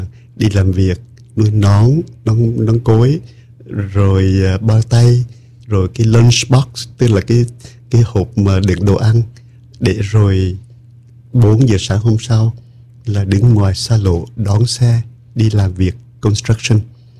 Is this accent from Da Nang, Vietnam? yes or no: yes; Da Nang, Vietnam; moved away as an adult; Mình lớn lên quê hương, mình sinh ở Đà Nẵng nè.